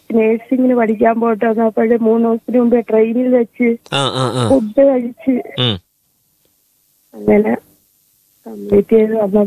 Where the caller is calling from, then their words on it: Kerala, India; പൂനമ്പായക്കളം.